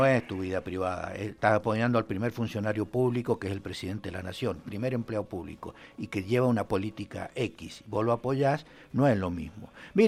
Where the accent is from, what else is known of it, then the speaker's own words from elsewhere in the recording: Argentina; Bueno, está bien, no, yo soy argentino, antes que nada.